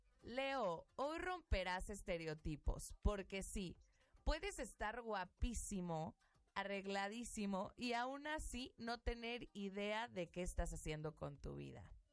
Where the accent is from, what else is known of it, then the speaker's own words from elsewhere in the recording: Mexico; yo soy mexicana y pues no entro en el estereotipo mexicano.